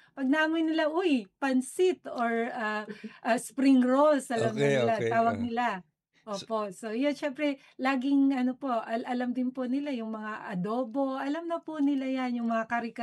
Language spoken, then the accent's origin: Tagalog; Luzon, Philippines; now in Ireland; laking Luzon po ako